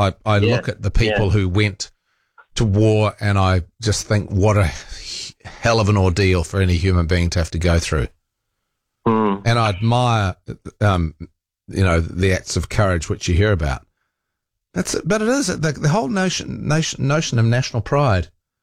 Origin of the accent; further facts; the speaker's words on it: New Zealand; are you proud of being a New Zealander? It's like, not particularly. I mean, I'm grateful to live where I live.